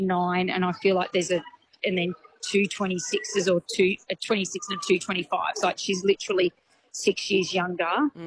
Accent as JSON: {"language": "English", "region": "New South Wales", "country": "Australia", "lives_now": "Brisbane, Australia", "said": "As you know, I think most people know we're from the Illawarra. My husband still resides in Shell Harbour. And I'm up in Brisbane or down the Gold Coast now with Ruby"}